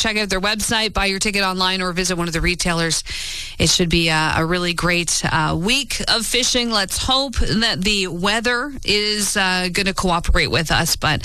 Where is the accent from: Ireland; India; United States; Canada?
Canada; Owen Sound, Ontario; I'm from Owen Sound.